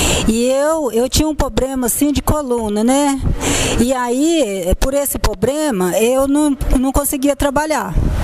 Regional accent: Jandaia do Sul, Paraná, Brazil; Jandaia do Sul.

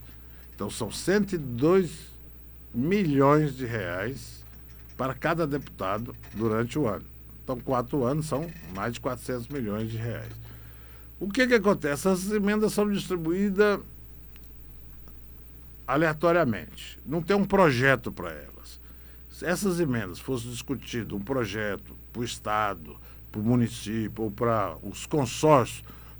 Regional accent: Buriti Alegre, Goiás, Brazil; eu sou aqui de Buriti Alegre

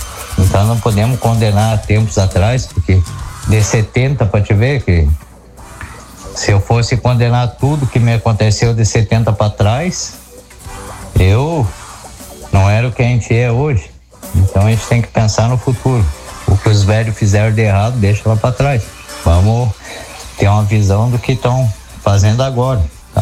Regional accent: Brazil; Nós somos brasileiros, torcemos para a seleção brasileira

